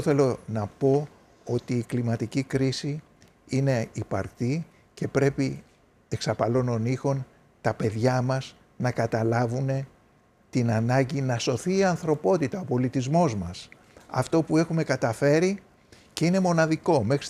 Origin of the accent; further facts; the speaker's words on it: Greece; Είμαστε μια κοινωνία, είμαστε ένα σύνολο σαν Έλληνες, σαν Ευρωπαίοι, σαν παγκόσμιοι άνθρωποι